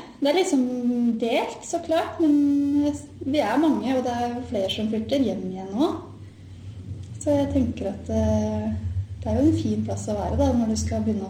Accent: Buskerud, Norway; accent: Halling; also born or lived in Nes / Gol; Født og oppvokst I Hallingdal, kan jeg jo si. For jeg jo bodd på Nes egentlig liksom, I starten, og så har jeg vært på Gol de siste årene.

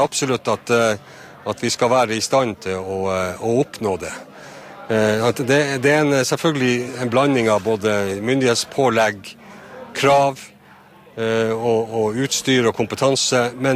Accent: Kjøllefjord, Finnmark, Norway; jeg er jo født og oppvokst i Kjøllefjord, i et fiskevær

